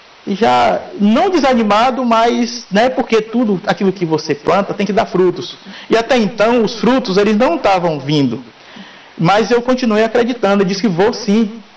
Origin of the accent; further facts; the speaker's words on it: Ituberá, Bahia, Brazil; E de onde? Eu sou de Ituberá.